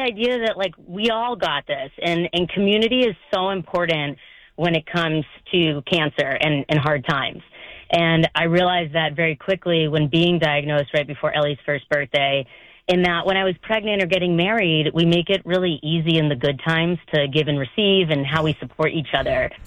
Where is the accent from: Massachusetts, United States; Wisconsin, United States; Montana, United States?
Massachusetts, United States; Andover; moved away; my hometown of Andover